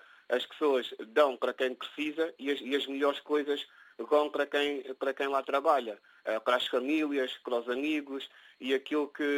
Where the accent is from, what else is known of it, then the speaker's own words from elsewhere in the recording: Guinea-Bissau; moved away; A Guiné-Bissau, que é o meu país de origem